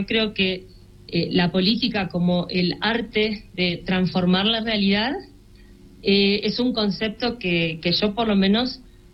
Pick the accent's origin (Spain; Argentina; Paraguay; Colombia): Argentina; Y también Rodrigo Paz tiene el apoyo del presidente Javier Milei, que es presidente en mi país, que hace 3 años que está gobernando mi país